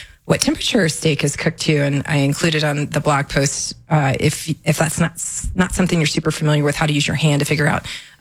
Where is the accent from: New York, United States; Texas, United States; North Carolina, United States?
North Carolina, United States; So I'm from North Carolina.